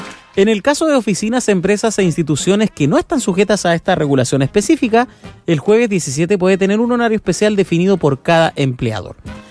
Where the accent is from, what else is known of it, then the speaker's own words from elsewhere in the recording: Chile; Pues como chileno siempre es bueno para andar a última hora, a faltar el jueves, tardecito, comprando carne, todo.